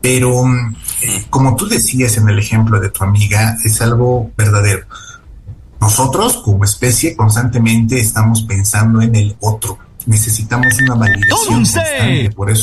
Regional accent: Bolivia; como bolivianos, deberíamos preguntarnos cuál es el rol de nuestras universidades en esto.

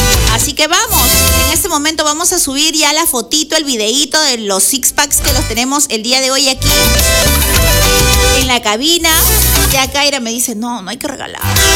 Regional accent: Peru; como peruanos nos marcan

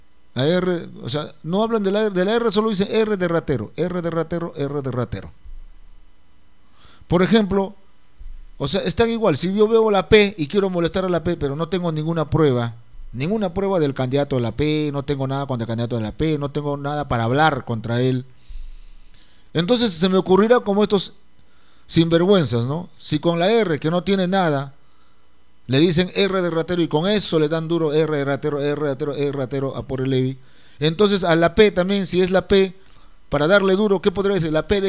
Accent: Peru; Somos peruanos.

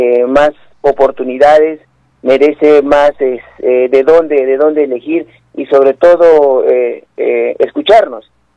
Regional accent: Ilabaya, Tacna, Peru; Yo soy de Ilabaya, he nacido en Boroguenia. Tengo mis padres actualmente viviendo en Boroguenia. Tengo un gran cariño a mi distrito.

